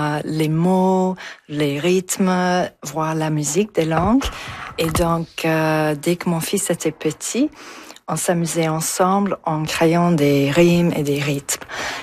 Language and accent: French; Comox, British Columbia, Canada; Et je viens de Comox et je suis autrice et professeure de langue.